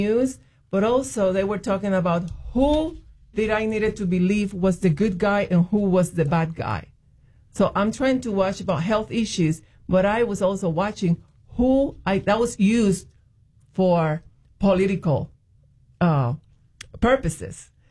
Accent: Puerto Rico; moved away; Growing up in Puerto Rico

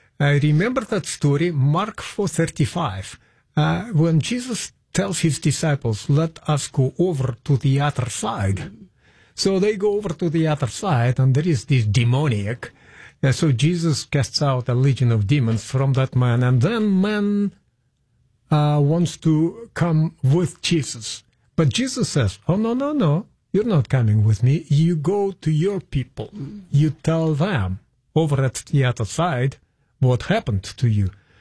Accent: Moscow, Russia; I'm a Muscovite born and bred

